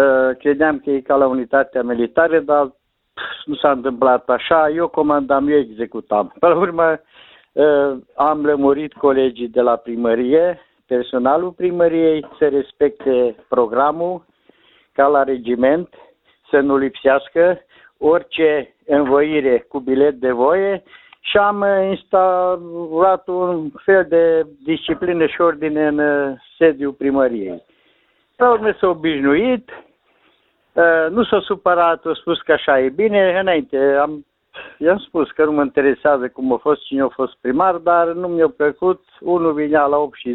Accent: Romania; e satul meu natal, am intrat să candidez și la ora actuală mă aflu tot aici la sediul primăriei.

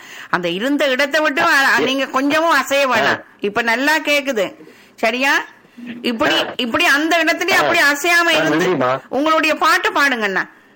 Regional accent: Sri Lanka; நான் இலங்கை, அதாவது நாட்டை சேர்ந்தவள்

